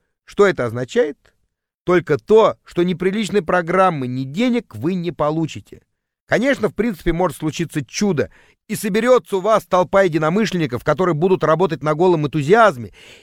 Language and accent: Russian; Leningrad, Saint Petersburg, Russia; К концу фильма ленинградский школьник точно знал, чем хочет заниматься. Сделать в родном городе такое же заведение.